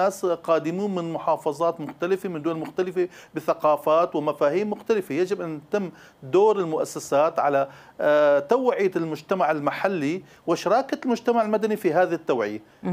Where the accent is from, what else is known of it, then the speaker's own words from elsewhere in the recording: Syria; لماذا نحن سوريين يعني في الجامعات؟